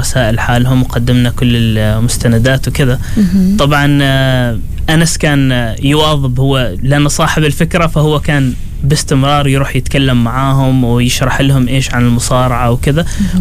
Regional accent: Oman; هنا عندنا في عمان

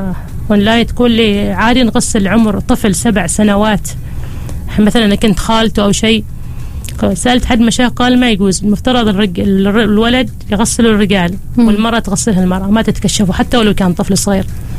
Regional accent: Oman; عندنا احنا كعادات عمانية

